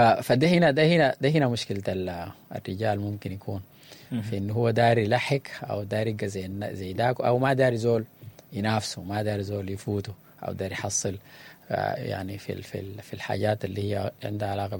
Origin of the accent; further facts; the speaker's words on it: Sudan; إحنا كشعب سوداني